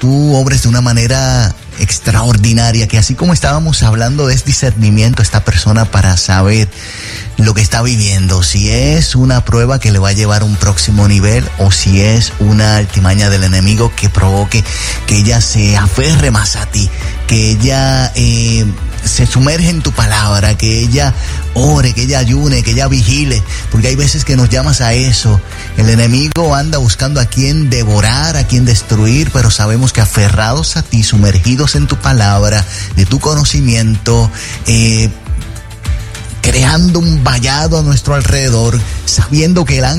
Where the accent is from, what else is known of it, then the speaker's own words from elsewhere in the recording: Puerto Rico; accent: Puerto Rican; moved away; Es como yo cuando hablo de Puerto Rico, como que me como las S